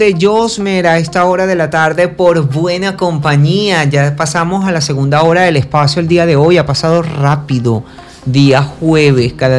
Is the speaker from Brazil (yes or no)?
no; Venezuela; Somos guerreros, los venezolanos